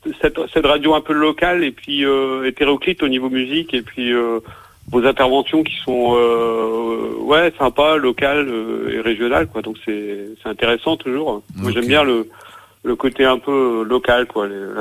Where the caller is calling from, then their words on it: Brittany, France; je suis du pays des Abers